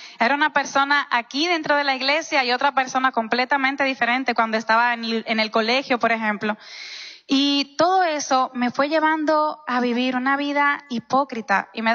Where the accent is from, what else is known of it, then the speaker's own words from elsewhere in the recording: Madrid, Community of Madrid, Spain; Yo me crié en España, en Madrid. Allí se encuentra casi toda la familia de parte de mi mamá.